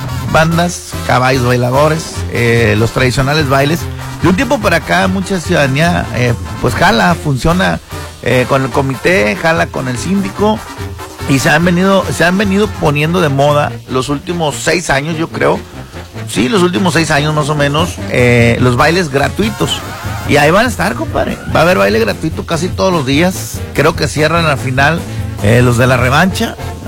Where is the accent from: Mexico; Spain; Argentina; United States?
Mexico; Mexico City; accent: chilango; hablo como chilango